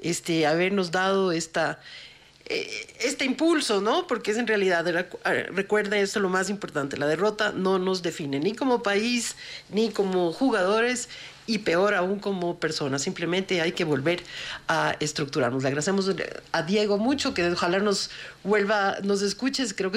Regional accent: Ecuador

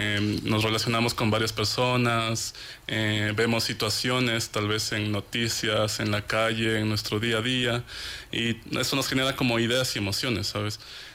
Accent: Quito, Pichincha, Ecuador; also born or lived in Loja, Ecuador; nací yo en la ciudad de Loja, crecí acá en Quito y pues estamos rodeados de montañas todo el tiempo

